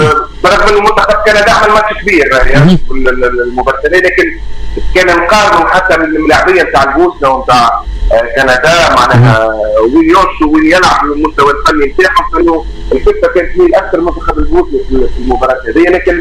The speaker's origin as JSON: {"language": "Arabic", "country": "Tunisia", "said": "احنا كمنتخب تونسي،"}